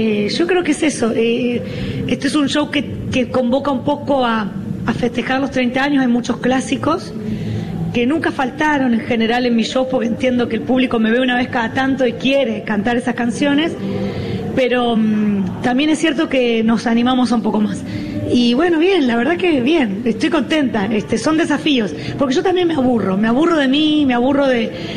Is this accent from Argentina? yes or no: yes; Santa Fe, Argentina